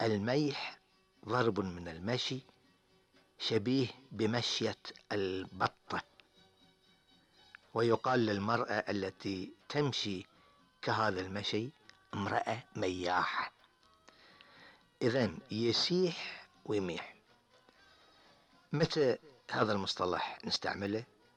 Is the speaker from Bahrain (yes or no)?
yes; Bahrain; والعامة عندنا في البحرين يقولون عن نبع الماء الجاري على سطح الأرض السيح.